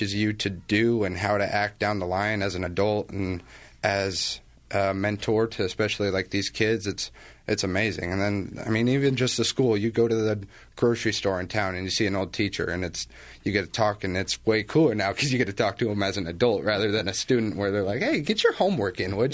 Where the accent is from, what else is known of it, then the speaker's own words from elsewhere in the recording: Eaton, United States; So I'm from Eaton.